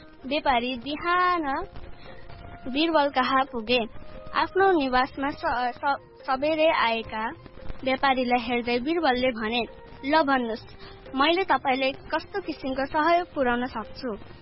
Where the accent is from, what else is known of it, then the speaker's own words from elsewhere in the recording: Belchautara, Gandaki Province, Nepal; मेरो घर बेलचौतारा।